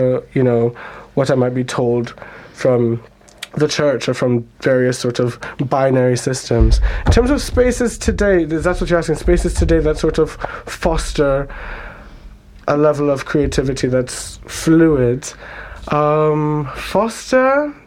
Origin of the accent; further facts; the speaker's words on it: Jamaica; so I grew up in Jamaica, and first I want to send thoughts and prayers to everybody on the island because of the hurricane